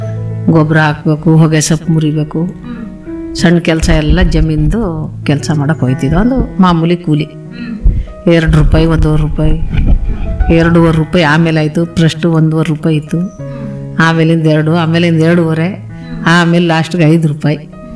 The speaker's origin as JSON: {"language": "Kannada", "town": "Siddapura", "region": "Karnataka", "country": "India", "said": "Siddapura"}